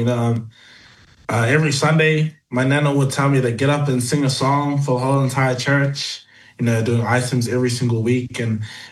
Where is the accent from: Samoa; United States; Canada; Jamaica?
Samoa; I hail from Samoa.